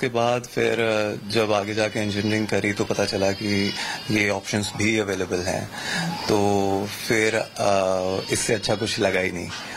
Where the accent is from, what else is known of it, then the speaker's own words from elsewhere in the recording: Firozpur, Punjab, India; मैं फिरोजपुर से बिलोंग करता हूँ, मेरा स्कूलिंग फिरोजपुर से ही है।